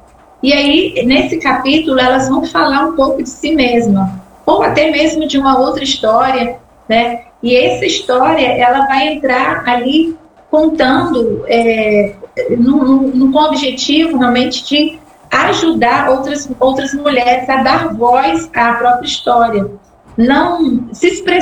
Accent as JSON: {"language": "Portuguese", "town": "Campos dos Goytacazes", "region": "Rio de Janeiro", "country": "Brazil", "tie": "born there", "lives_now": "Rio das Ostras, Brazil", "said": "Sim, como foi falado … Eu nasci em Campos dos Goytacazes, mas morei na capital por 23 anos. E há 3 anos eu estou aqui em Rio das Ostras, que é a região dos lagos aqui do estado do Rio de Janeiro."}